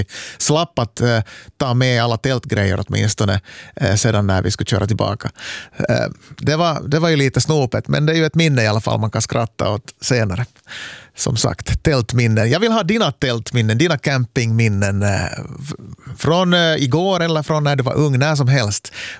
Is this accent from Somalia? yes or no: no; Korsholm, Ostrobothnia, Finland; Men däremot i min ungdom så jag är uppväxt i Smedsby Korsholm och jag hade några kompisar som hade fått kontakt med några unga damer i Malax-trakten